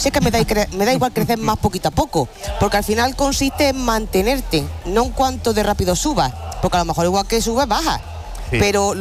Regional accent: Guadix, Andalusia, Spain; born or raised there

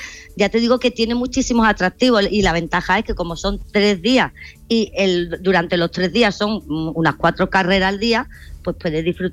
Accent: Seville, Andalusia, Spain; Bueno, perdona, yo soy de Sevilla.

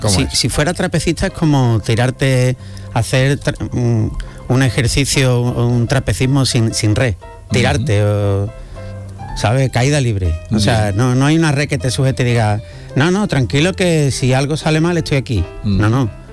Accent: Spain; hay determinados sectores que no les gusta ver a los españoles allí, porque se creen que yo soy el bisnieto de Hernán Cortés o algo así

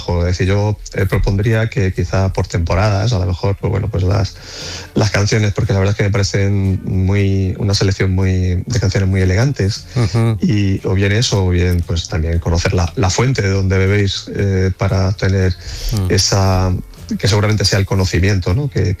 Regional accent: Pulpí, Andalusia, Spain; now in Madrid, Spain; Soy un pulpileño, un madrileño de Pulpí.

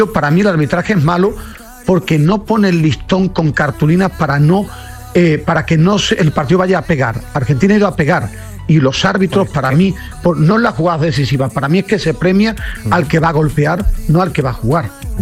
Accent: Spain; me alegra que gane España porque es mi país

